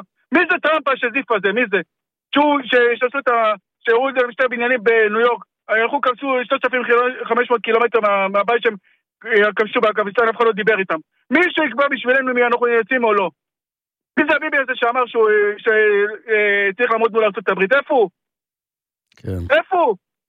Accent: Nahariya, Northern District, Israel; born there

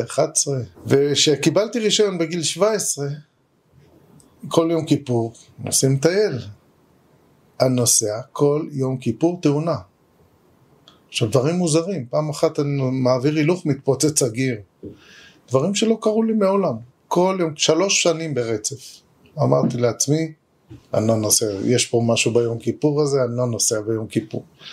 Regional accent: Jerusalem, Jerusalem District, Israel; כן, אני מזרחי ירושלמי, והיא מזרחי הצפתי.

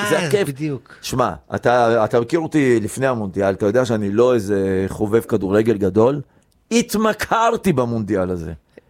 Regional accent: Egypt; וכאילו אני אמרתי, תראו, אני מצרי.

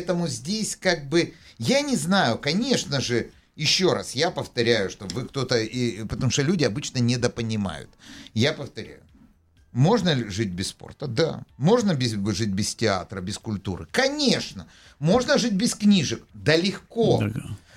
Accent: Israel; ты спокойно выезжаешь и говоришь, что ты из Израиля.

